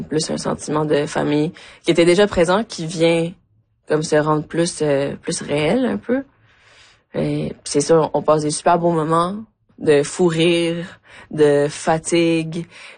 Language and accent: French; Quebec, Canada; French is a second language; also born or lived in Mexico; Je suis née au Mexique. Je suis arrivée au Québec à 9 ans. Je parlais pas un mot de français. Je suis allée en classe d'accueil. Ouais. J'ai fait mon adolescence au Québec.